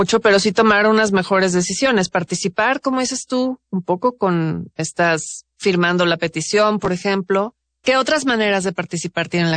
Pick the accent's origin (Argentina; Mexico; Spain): Mexico